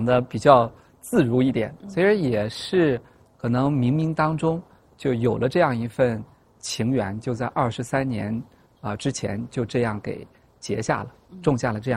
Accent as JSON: {"language": "Chinese", "region": "Shaanxi", "country": "China", "said": "我家是陕西的，"}